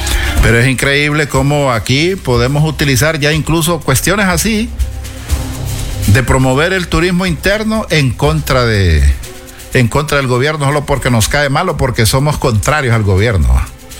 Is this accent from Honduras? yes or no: yes; Honduras; no es que todos los hondureños nos fuimos para allá. Hay gente que no nos movíamos porque no teníamos plata